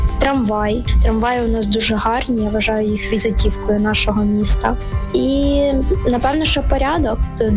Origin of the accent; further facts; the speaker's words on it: Vinnytsia, Vinnytsia Oblast, Ukraine; Тому що я тут народилася, виросла, живу тут і якось по-іншому я мислити навіть і не можу.